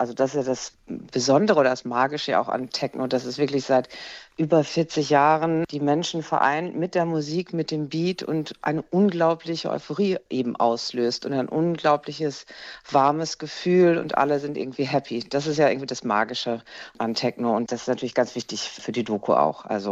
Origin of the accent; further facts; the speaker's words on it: North Rhine-Westphalia, Germany; moved away; Ich komme ursprünglich irgendwie aus Nordrhein-Westfalen